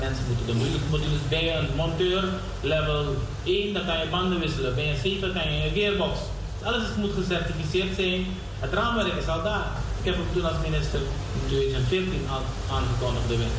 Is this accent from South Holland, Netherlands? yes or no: yes; Delft, South Holland, Netherlands; natuurlijk heb ik ook met de mensen hier in Delft, van waar ik kom. TU Delft en in RH, Delft, Wageningen.